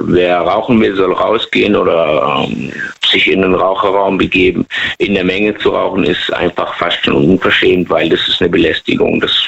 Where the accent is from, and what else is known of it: Lebanon; German is a second language; now in Germany